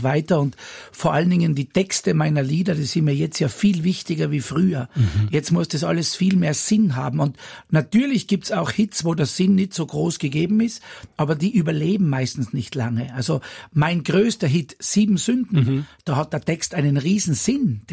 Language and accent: German; Ried im Zillertal, Tyrol, Austria; Einen Höhepunkt im Zillertal, das ist morgen und übermorgen.